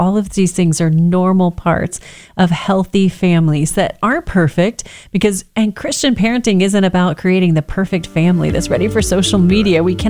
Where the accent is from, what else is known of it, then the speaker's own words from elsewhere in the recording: Texas, United States; accent: Texas twang; Cause, you know, we're from Texas, so we got little Texas twang in there